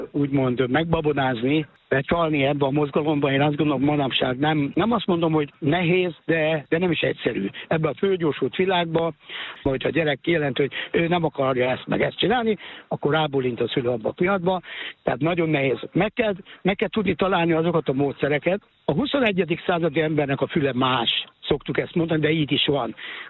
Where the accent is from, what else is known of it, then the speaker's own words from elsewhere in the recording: Hódmezővásárhely, Csongrád-Csanád, Hungary; Hódmezővásárhelyen, születtem, és kisgyerekként is ott éltem